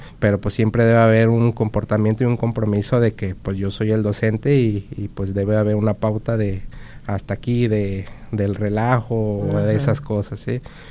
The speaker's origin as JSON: {"language": "Spanish", "town": "Tuxpan", "region": "Nayarit", "country": "Mexico", "tie": "born or raised there", "said": "yo soy originario de Tuxpan, Nayarit"}